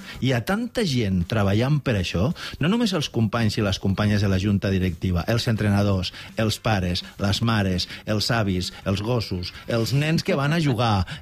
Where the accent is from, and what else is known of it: Barcelona, Catalonia, Spain; born there